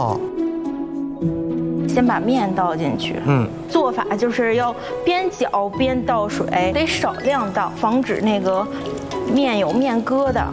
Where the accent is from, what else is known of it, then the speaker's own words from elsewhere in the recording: Shanxi, China; now in Henan, China; 我老家是山西的。